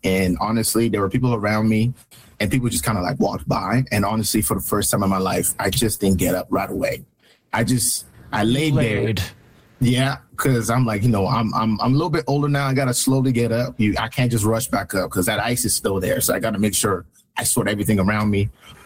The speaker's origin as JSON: {"language": "English", "region": "Alberta", "country": "Canada", "tie": "born or raised there", "said": "In terms of, I guess, growing up in Alberta, it really taught me, I guess, resilience. Because, you know, growing up in the cold weather, we don't really get snow days as often because of how cold it is."}